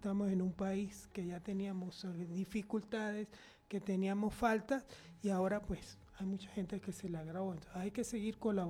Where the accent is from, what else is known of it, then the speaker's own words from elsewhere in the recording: Venezuela; como venezolano, en este caso representando a la Sociedad de Pediatría, pues me solidarizo con todo el pueblo venezolano